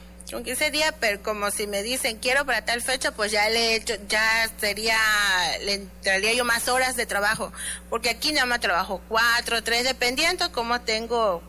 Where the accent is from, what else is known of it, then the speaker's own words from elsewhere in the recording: Yucatán, Mexico; De donde yo soy es diferente la blusa, que es de la zona Yucatán, lleva en medio lleva un cuadrito.